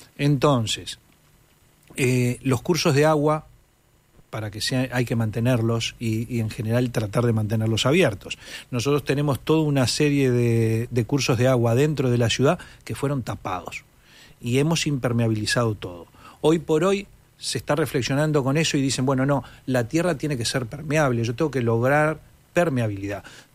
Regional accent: Uruguay; la mejor manera de vivir que necesitaríamos nosotros como uruguayos.

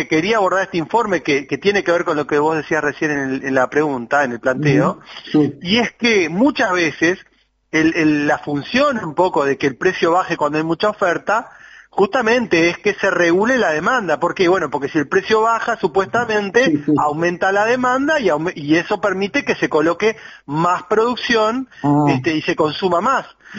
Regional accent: Uruguay

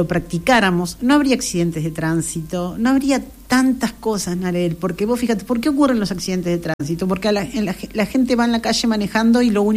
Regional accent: Colonia, Uruguay; Somos solidarios los colonienses.

